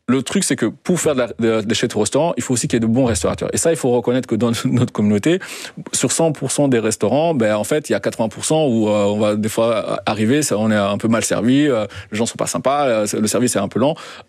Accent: Belgium; moi j'ai grandi en Belgique, j'ai mes codes et mon cadre esthétique de plein de références sont les mêmes que mes camarades d'école

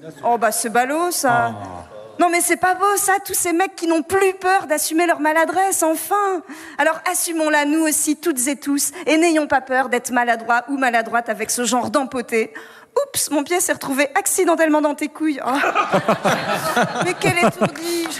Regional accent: Hauts-de-France, France; accent: ch'ti; je suis ch'ti.

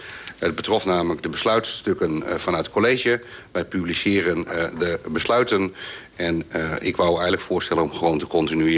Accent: Friesland, Netherlands; moved away; De provincie waar ik vandaan kom noemen ze dat Mienskip.

